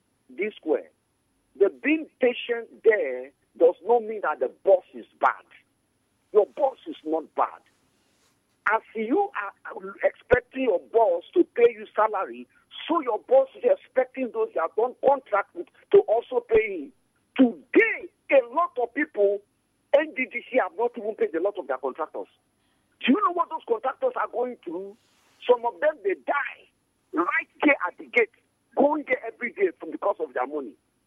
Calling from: Nigeria; from Jaru.

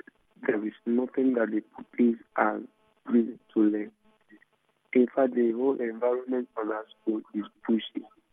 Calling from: Nigeria; I'm calling from Paraya.

